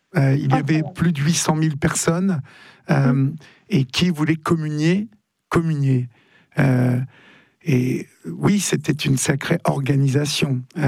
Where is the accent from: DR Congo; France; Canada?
France; Paris, Île-de-France; Oui, je suis parisien, et donc j'habite à Paris